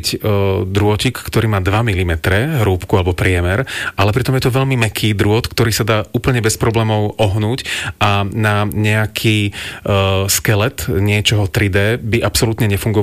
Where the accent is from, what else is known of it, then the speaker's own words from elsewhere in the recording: Žilina, Žilina Region, Slovakia; Pochádzam zo Žiliny